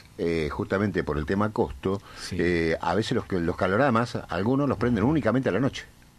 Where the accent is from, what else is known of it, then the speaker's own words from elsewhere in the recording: Pigüé, Buenos Aires Province, Argentina; cuando éramos chicos, sí, allí en Pigüe